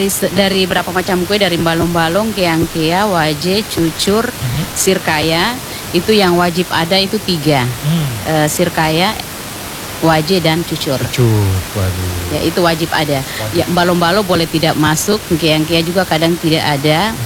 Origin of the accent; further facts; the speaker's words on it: Latompe, Indonesia; born there; Jadi Latompe itu adalah desa kelahiran saya.